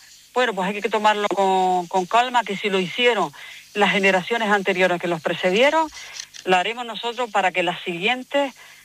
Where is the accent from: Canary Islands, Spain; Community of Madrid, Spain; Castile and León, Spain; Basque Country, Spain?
Canary Islands, Spain; Canarias siempre hemos sido un pueblo pacífico